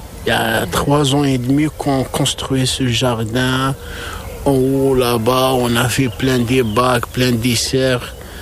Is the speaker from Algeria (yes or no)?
yes; Algeria; French is a second language; now in France; Algérien.